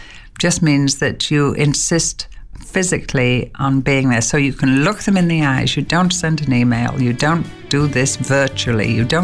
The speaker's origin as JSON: {"language": "English", "region": "England", "country": "United Kingdom", "said": "and I'm English."}